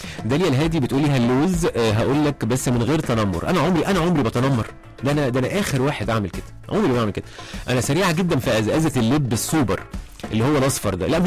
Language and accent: Arabic; Egypt